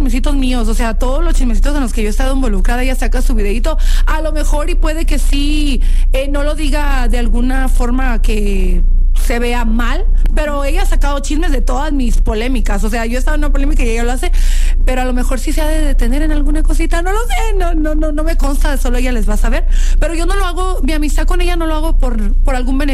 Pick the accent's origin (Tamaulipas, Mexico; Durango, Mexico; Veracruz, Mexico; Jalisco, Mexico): Jalisco, Mexico; Ameca; moved away; Yo soy de Ameca, Jalisco.